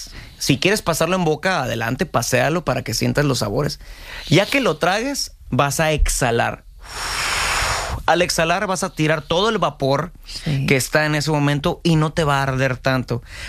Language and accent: Spanish; Mexico; porque pues somos mexicanos y nos gusta el tequila, es una bebida tradicional de nosotros, de Jalisco.